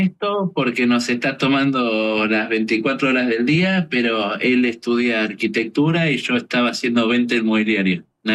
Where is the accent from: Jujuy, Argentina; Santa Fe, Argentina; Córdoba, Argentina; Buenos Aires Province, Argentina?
Buenos Aires Province, Argentina; Mar del Plata; somos dos pibes de Mar del Plata y no somos más que nadie